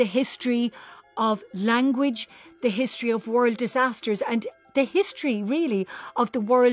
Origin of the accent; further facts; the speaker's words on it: Clonmel, Munster, Ireland; now in Cork, Ireland; Well, I come from a beautiful little place called Clun Mála, the Meadow of Honey in County Tipperary. Now, the blood is Cork. Both of my parents, my dad is from Donerail in County Cork, and my mother's from a place called